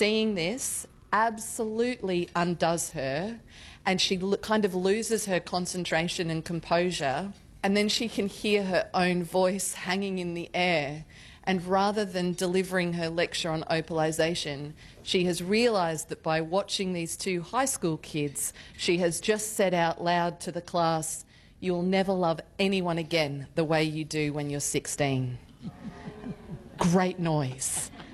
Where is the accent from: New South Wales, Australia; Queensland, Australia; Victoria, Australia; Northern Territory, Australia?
Queensland, Australia; Gold Coast; born or raised there